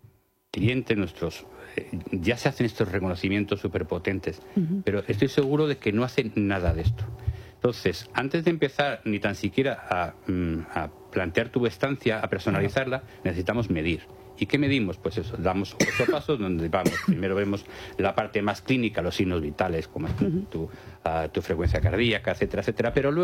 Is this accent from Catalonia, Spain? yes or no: no; Madrid, Community of Madrid, Spain; now in Alicante, Spain